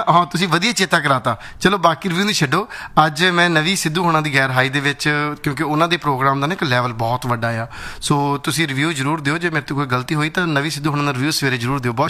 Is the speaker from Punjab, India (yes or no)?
yes; Punjab, India; born there; ਕਈ ਵਾਰੀ ਅਸੀਂ ਹੁਣ ਅਸੀਂ ਪੰਜਾਬ ਦੇ ਜੰਮੇ ਹਾਂ ਸਾਡੇ ਕੋਲ ਉਹ ਪੰਜਾਬੀ ਦੇ ਲਫ਼ਜ਼ ਨਹੀਂ ਹੈਗੇ